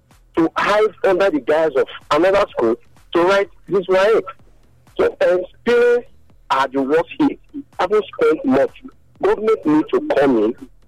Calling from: Nigeria; I'm calling from Nigeria.

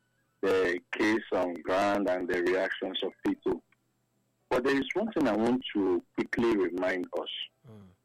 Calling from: Delta, Nigeria; I'm calling from Delta State.

